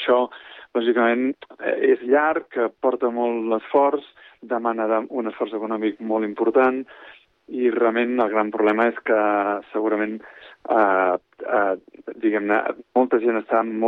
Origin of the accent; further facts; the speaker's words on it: Sant Cugat del Vallès, Catalonia, Spain; jo sóc santcugatenc de tota la vida, sóc fill de Sant Cugat, però treballo a Terrassa